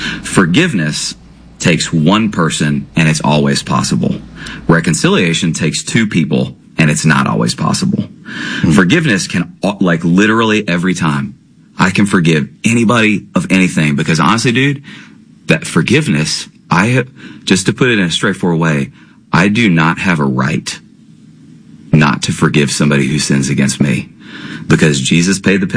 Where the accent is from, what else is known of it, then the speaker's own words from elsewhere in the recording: Kentucky, United States; I grew up in Kentucky